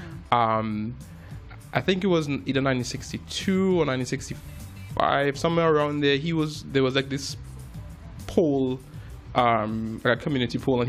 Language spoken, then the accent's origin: English; Belmont, Port of Spain, Trinidad & Tobago; moved away as an adult; now in Toronto, Canada; I grew up in Trinidad and Tobago, and I moved to Toronto about 13 years ago.